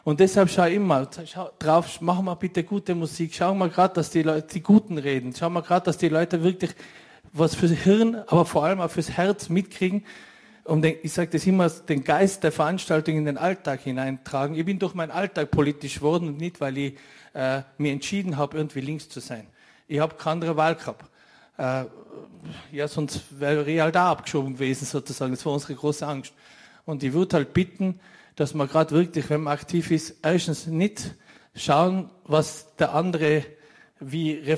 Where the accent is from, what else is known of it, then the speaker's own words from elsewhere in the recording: Austria; habe ich gesagt, schau, ich bin Österreicher.